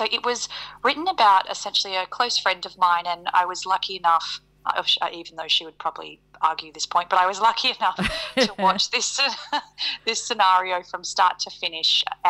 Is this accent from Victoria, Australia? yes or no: no; Northern Territory, Australia; moved away as an adult; now in Brisbane, Australia; So I grew up in the Northern Territory up until I was 18.